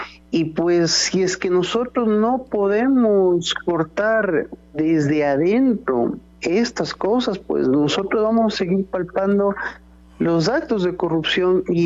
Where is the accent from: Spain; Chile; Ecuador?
Ecuador; qué es lo que nosotros estamos aportando como ecuatorianos al país.